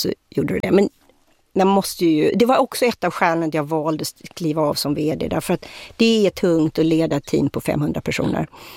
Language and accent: Swedish; Sweden; moved away as an adult; jag kom ju då från Sverige